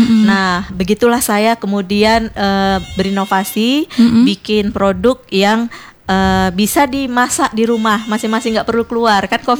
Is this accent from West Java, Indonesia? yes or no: no; Bengkalis, Riau, Indonesia; Jadi namanya itu Rumah Miso dan Misago Bengkalis. Kebetulan saya orang Bengkalis.